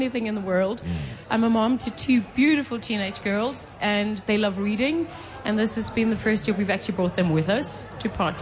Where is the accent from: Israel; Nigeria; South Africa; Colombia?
South Africa; Johannesburg, Gauteng; Like you, I'm an Indian woman.